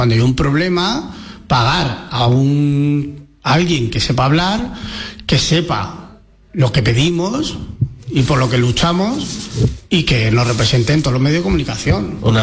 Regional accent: Madrid, Community of Madrid, Spain; Mira que yo soy madrileño y me conozco Madrid de pe a pa

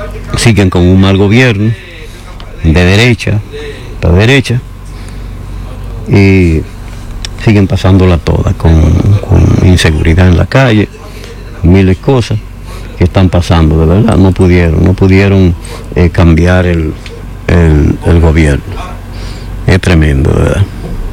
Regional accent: Dominican Republic; mi país, República Dominicana

